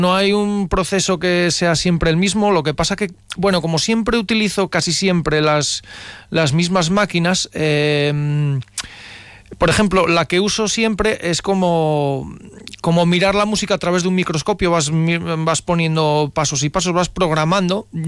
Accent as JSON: {"language": "Spanish", "area": "Bañugues", "region": "Asturias", "country": "Spain", "said": "Yo soy de Bañuges"}